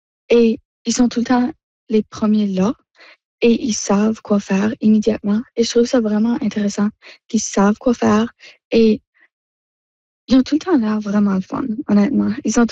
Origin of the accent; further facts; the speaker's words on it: Halifax, Nova Scotia, Canada; Je viens d'une communauté à Halifax qui s'appelle Bedford.